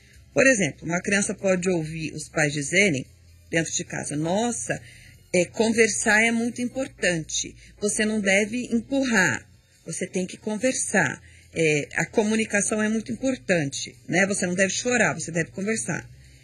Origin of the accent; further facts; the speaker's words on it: Paraná, Brazil; now in Espírito Santo, Brazil; Eu sou paranaense, para quem não sabe. Eu estou aqui no Espírito Santo. Agora sou mais capixaba que os próprios capixabas, mas eu também sou sulista.